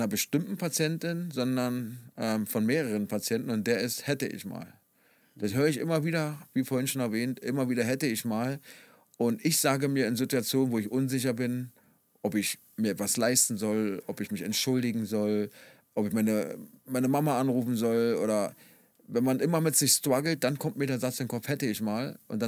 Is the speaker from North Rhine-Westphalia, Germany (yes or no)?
no; Berlin, Germany; born or raised there